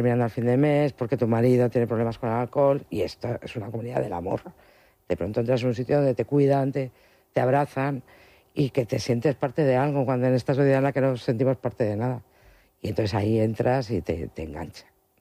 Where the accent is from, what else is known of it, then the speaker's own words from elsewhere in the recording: Spain; está en nuestra forma de ser como españoles.